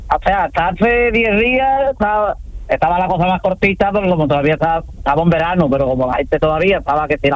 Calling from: Espartinas, Andalusia, Spain; voy para mi pueblo, para Espartina.

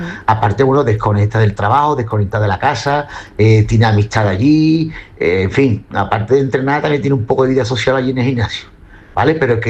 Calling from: Cádiz, Andalusia, Spain; de Cádiz.

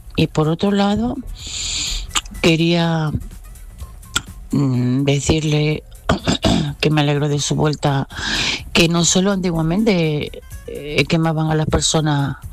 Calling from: Málaga, Andalusia, Spain; de Málaga.

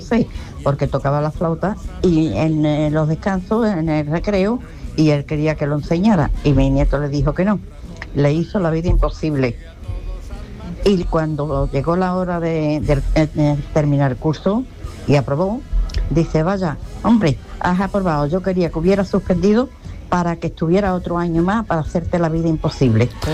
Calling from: Alcalá, Spain; buenas tardes. … de Alcalá.

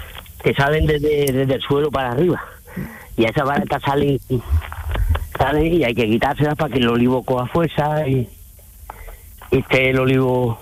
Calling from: Lucena, Andalusia, Spain; Aquí en Lucena estoy

